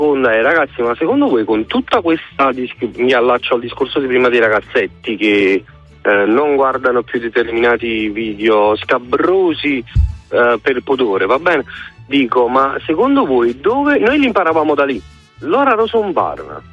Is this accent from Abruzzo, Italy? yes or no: no; Frattamaggiore, Campania, Italy; Che sono di Fratta Maggiore.